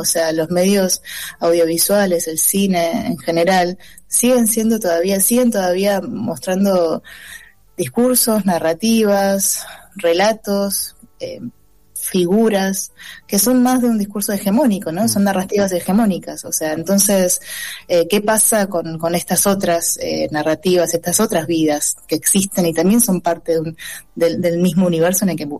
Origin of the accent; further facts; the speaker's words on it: Argentina; si bien soy argentina, eso, me ven la cara, o sea, soy claramente parte de una diáspora muy pequeña pero que también conforma la sociedad en la que vivimos en Argentina